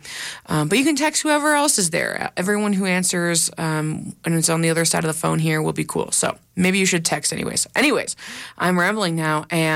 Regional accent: Kingston, Ontario, Canada; they are a band out of my hometown of Kingston, Ontario

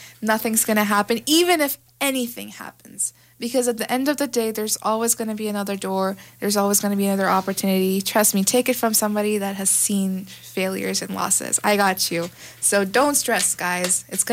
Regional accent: Pakistan; Now, I'm Pakistani and I speak Urdu, so it's going to be a little tricky to translate this.

